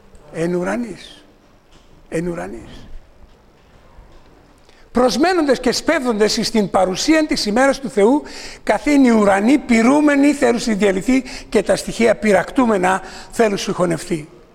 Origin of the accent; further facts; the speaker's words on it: Thessaloniki, Central Macedonia, Greece; born there; Εγώ εκεί που γεννήθηκα, στη Θεσσαλονίκη. Δημότης Θεσσαλονίκης.